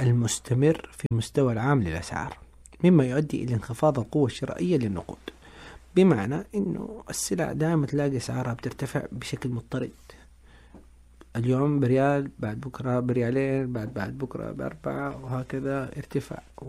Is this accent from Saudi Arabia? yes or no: yes; Saudi Arabia; يعني على سبيل المثال الحج عندنا في السعودية